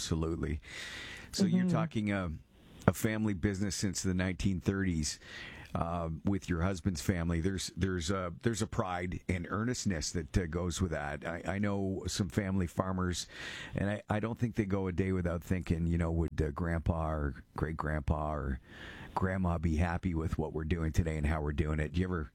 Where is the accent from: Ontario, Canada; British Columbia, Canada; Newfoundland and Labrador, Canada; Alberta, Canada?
Ontario, Canada; Brantford; I'm from the area. I'm from Brantford, Ontario, originally. So I know Delhi, I know Mount Pleasant and Birch and all